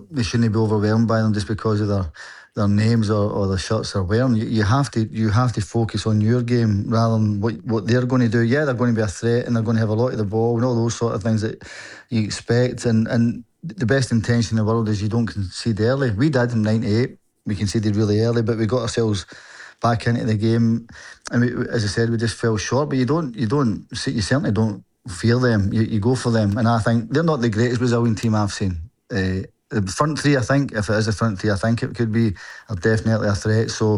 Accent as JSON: {"language": "English", "region": "Scotland", "country": "United Kingdom", "tie": "born or raised there", "said": "growing up in Scotland, we're a small nation"}